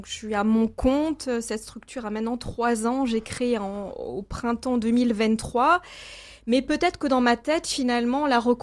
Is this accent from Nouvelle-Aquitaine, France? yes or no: no; Strasbourg, Grand Est, France; born there; moved away as an adult; also born or lived in Luxembourg; je suis née à Strasbourg, donc la proximité de l'Allemagne, des stages effectués là-bas, 10 ans passés au Luxembourg